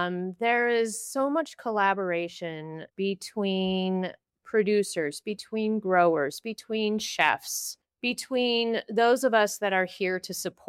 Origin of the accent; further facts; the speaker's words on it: Oregon, United States; now in Skagit Valley, United States; I grew up in Oregon and moved to the beautiful Skagit Valley in 2014. Love being here.